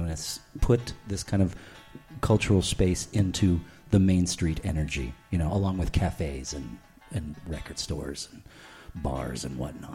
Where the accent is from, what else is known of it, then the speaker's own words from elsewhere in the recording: Brooklyn, New York, United States; I'm sorry, I'm from Brooklyn. It's what happens.